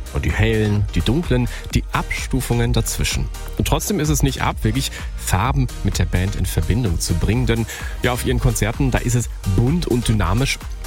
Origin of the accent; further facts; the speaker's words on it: Germany; als Deutscher